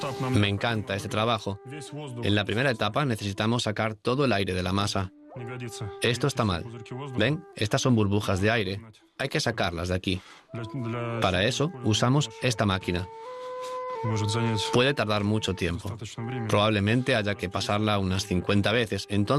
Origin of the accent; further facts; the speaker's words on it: Russia; moved away; Soy de Rusia. Llevo 12 años viviendo en el monasterio.